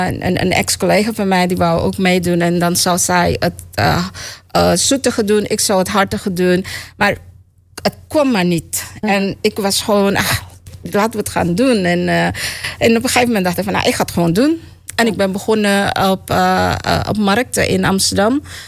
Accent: Suriname; born there; moved away; also born or lived in Dallas, Texas, United States

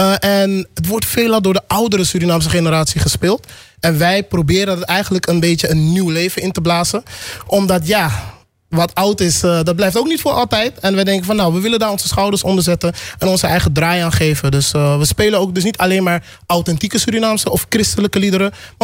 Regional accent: Almere, Flevoland, Netherlands; Want volgens mij zeg ik heel vaak dat we uit Almere komen. En maken we ook heel vaak reclame voor Almere.

